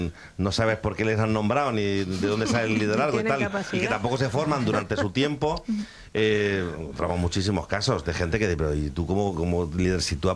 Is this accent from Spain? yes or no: yes; Extremadura, Spain; tenemos una carencia enorme con el inglés, los extremeños, ¿no? Entonces, claro, nos cuesta. Por eso nosotros muchas veces deletreamos o leemos tal y como se escribe, ¿no?